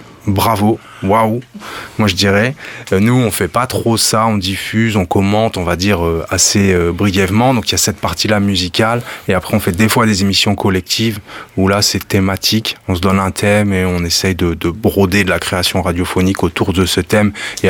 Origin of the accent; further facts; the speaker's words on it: Lille, Hauts-de-France, France; Bon, il faut savoir que moi, je viens de Lille.